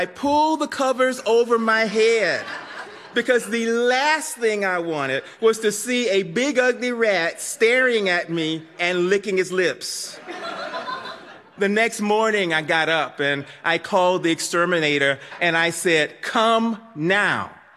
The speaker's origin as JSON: {"language": "English", "region": "Texas", "country": "United States", "lives_now": "Boston, United States", "said": "I'm originally from Texas. I've been in Boston for a long time."}